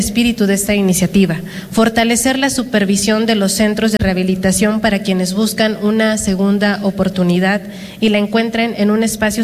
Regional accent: Minatitlán, Mexico; en mi tierra, en Minatitlán

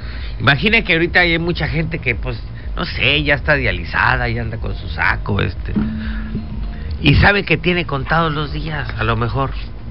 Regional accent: northern Mexico, Mexico; soy norteño.

